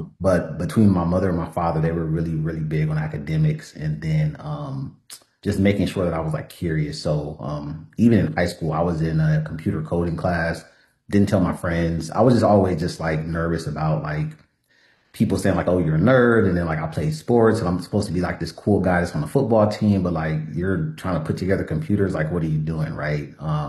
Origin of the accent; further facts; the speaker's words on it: Los Angeles, California, United States; I grew up in South Central LA, first college generational graduate.